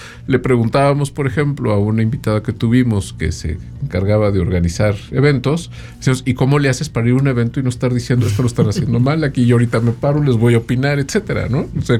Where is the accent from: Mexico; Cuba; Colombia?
Mexico; San Luis Potosí; yo soy muy potosino